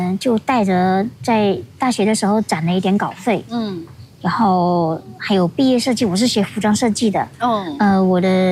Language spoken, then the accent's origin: Chinese; Guangxi, China; accent: Hakka; 而且广西有12个世居民族嘛，而且像我是讲客家话的，然后我们客家人讲普通话不是很正音